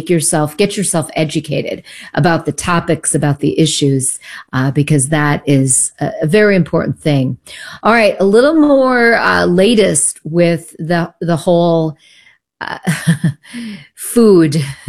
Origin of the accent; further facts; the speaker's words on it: New York, United States; moved away; from my home state of New York